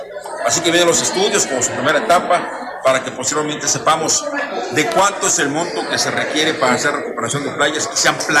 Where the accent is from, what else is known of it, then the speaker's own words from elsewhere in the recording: Cozumel, Quintana Roo, Mexico; todos los que fuimos niños, crecimos, lo desarrollamos en Cozumel.